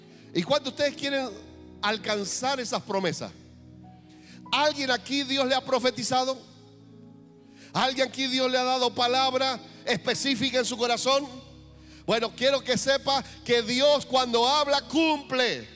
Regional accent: Mendoza, Argentina; born there; soy mendocino porque nací en Mendoza.

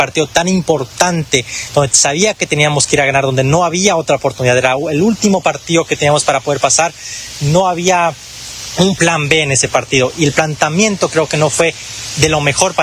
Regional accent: Ecuador; Todos los 18 millones de ecuatorianos

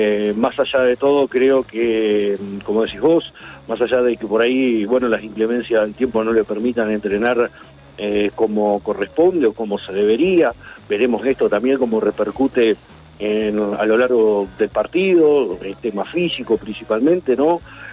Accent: Uruguay; A ver, como uruguayo siempre tenemos la el hábito o el pensamiento de que lo que está funcionando no lo tocamos, ¿verdad?

